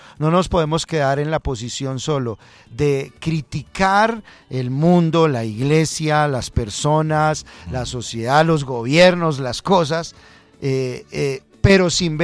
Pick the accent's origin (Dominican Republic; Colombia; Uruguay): Colombia; somos los colombianos